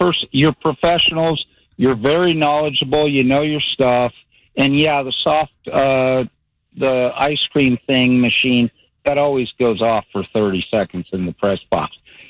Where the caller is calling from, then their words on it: Citrus Park, Florida, United States; in Citrus Park.